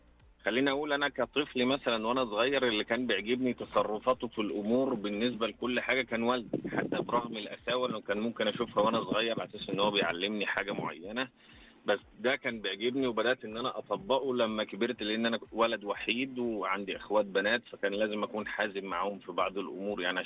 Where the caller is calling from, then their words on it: Mansoura, Dakahlia, Egypt; انا من المنصوره